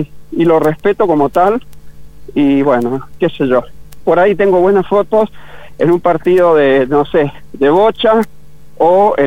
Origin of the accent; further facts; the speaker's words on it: San Juan, Argentina; soy sanjuanino